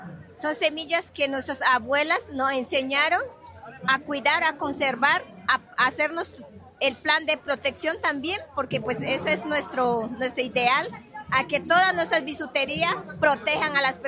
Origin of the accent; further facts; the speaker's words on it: Leticia, Amazonas, Colombia; vengo del resguardo indígena de San Sebastián de los Lagos, netamente leticiana, amazonense